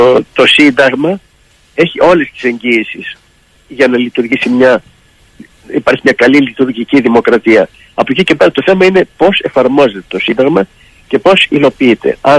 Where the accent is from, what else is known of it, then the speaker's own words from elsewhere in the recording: Greece; σαν Έλληνας πολίτης